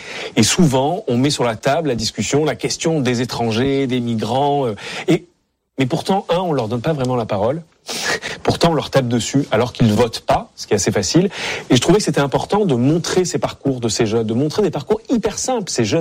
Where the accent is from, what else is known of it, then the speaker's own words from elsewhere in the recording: Marseille, Provence-Alpes-Côte d'Azur, France; born there; moi, je suis né à Marseille, je vis à Marseille maintenant.